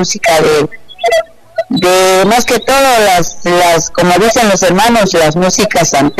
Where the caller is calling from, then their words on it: Tajumulco, San Marcos, Guatemala; Te llamo de Caserío San Francisco, Tajumulco.